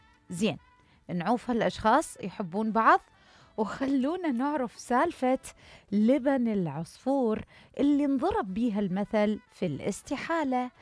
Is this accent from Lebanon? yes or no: no; Iraq; أكو تعبيرات عندنا بالعراق